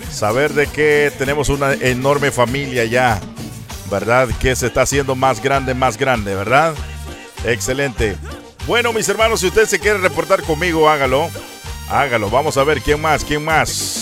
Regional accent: Honduras; Nosotros somos de Honduras y la central, el transmisor, allá está en el sector del Capulín, Nuevo Sarilac, Honduras.

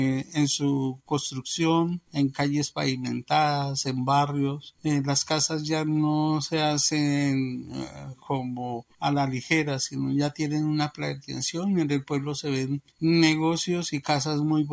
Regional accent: Cabrera, Cundinamarca, Colombia; also born or lived in Girardot / Bogotá / Neiva; now in Arauquita, Colombia; en mi pueblo donde nací, me crié, fueron mis mejores años de infancia, no cambiaría nada. Él es un pueblo muy tranquilo.

